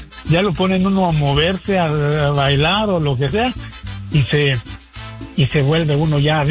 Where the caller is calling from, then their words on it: Mexico; yo soy mexicano.